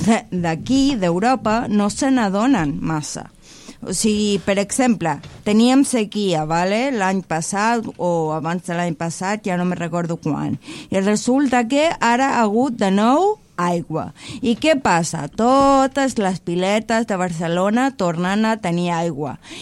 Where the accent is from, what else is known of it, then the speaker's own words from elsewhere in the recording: Chile; soc de Xile